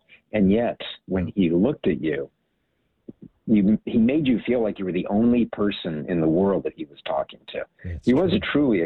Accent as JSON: {"language": "English", "region": "Hawaii", "country": "United States", "tie": "born or raised there", "also_born_or_lived": "Germany"}